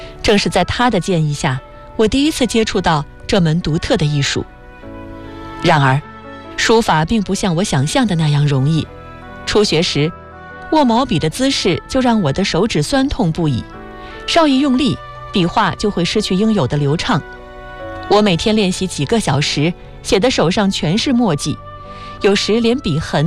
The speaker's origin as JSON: {"language": "Chinese", "country": "Vietnam", "tie": "born or raised there", "second_language": "Chinese", "said": "后来他来越南旅行时，我还帮助他安排住宿，并和他一起游览了我的家乡。"}